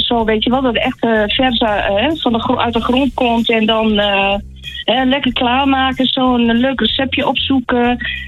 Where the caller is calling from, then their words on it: Erica, Drenthe, Netherlands; Ik bel vanuit Erika.